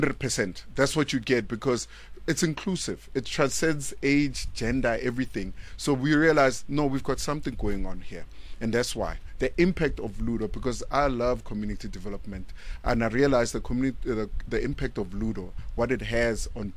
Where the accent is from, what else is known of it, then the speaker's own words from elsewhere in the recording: Gauteng, South Africa; born there; also born or lived in Mamelodi, Pretoria; I'm a native of Alexandra and Mamelodi and whatnot.